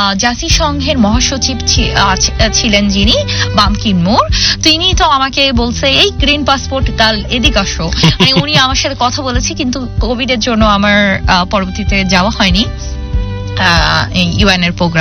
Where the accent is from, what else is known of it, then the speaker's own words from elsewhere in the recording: Bangladesh; আমি একজন বাংলাদেশি হিসেবে করেছি, আমি প্রথমে একজন বাংলাদেশি তারপর হচ্ছে আমার জেন্ডার